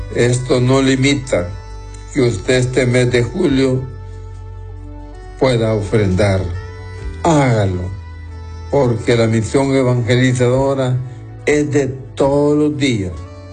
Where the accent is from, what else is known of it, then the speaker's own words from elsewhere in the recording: Honduras; hoy somos los hondureños los responsables